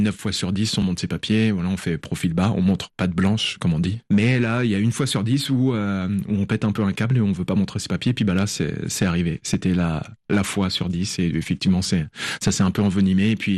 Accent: Caen, Normandy, France; Je suis né à Caen, ouais.

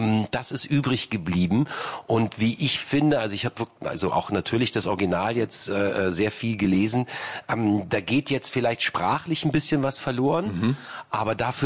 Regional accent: Düsseldorf, North Rhine-Westphalia, Germany; moved away as an adult; now in Berlin, Germany; Ich bin Düsseldorfer, ja. Ich bin Wahlberliner, seit 90, also okay.

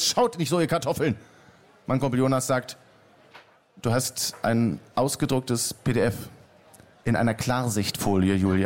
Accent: Berlin, Germany; Ich bin ja Berliner.

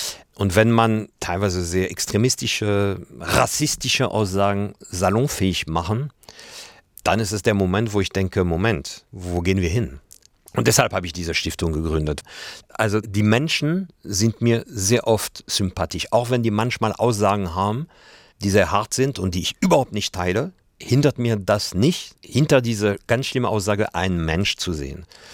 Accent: France; German is a second language; moved away as an adult; now in Hamburg, Germany; Brauchte ich auch nicht als Franzose.

